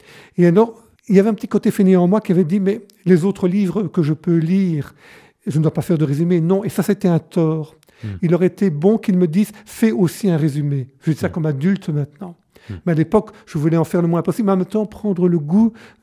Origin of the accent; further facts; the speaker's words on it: Wallonia, Belgium; born there; Alors je suis né plutôt à Potes, donc c'est une petite ville à quelques kilomètres de Tournai, dans le Tournaisis donc. Et mes parents étaient fermiers, paysans, comme on dit.